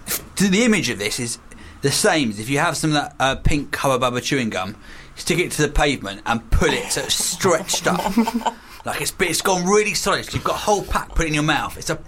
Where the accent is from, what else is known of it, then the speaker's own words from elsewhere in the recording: South East England, United Kingdom; Yes, I'm from the Isle of Wight. Here we go.